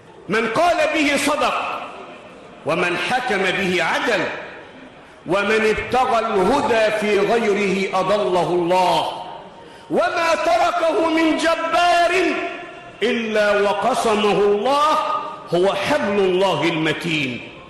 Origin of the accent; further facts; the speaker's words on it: Egypt; واحفظ بلدنا مصر